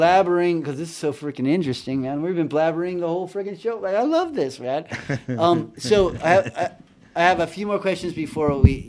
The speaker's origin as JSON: {"language": "English", "town": "San Felipe", "region": "Baja California", "country": "Mexico", "tie": "born or raised there", "said": "Yeah, it's a different lifestyle down there. That's for sure. I grew up in San Felipe, Mexico."}